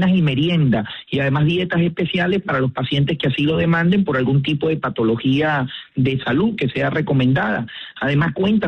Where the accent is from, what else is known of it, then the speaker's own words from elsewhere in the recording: La Guaira, Venezuela; Soy de aquí de La Guaira, viví el terremoto junto a mi familia, como lo vivieron todos los guaireños.